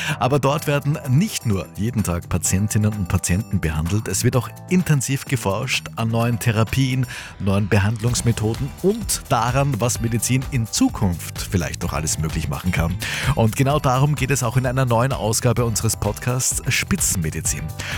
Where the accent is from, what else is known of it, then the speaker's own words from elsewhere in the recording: Vienna, Austria; Und jetzt schauen wir auf ein Gesundheitsthema bei uns in Wien.